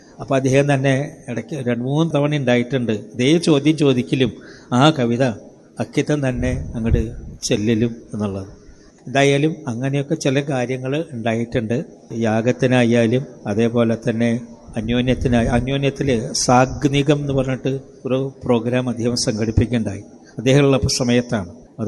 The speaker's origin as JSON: {"language": "Malayalam", "town": "Aloor", "region": "Kerala", "country": "India", "tie": "born or raised there", "said": "ഞങ്ങളുടെ നാട്ടിൽ, ആളൂരാണ് സ്ഥലത്തിൻ്റെ"}